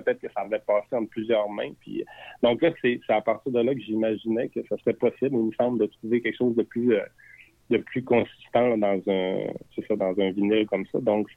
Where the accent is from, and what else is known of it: Saguenay, Quebec, Canada; born or raised there